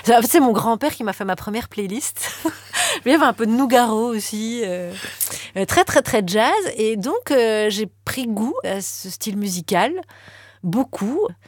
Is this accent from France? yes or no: no; Mons, Wallonia, Belgium; born there; pas très loin de chez moi, à Mons